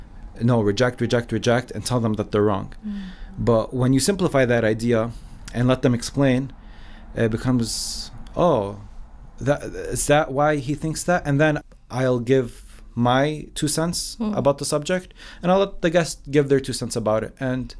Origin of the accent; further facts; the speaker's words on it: Lebanon; moved away as an adult; I came from Lebanon 6, 7 years ago.